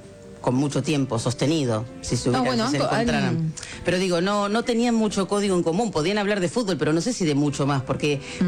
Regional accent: Argentina

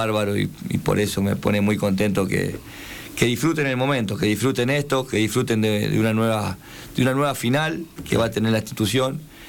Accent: Ciudad Evita, Buenos Aires, Argentina; also born or lived in San Rafael, Mendoza / Mendoza; now in San Juan, Argentina; nací en Ciudadela. Ajá. Pero me crié en Ciudad Vita, para el lado de Ezeiza.

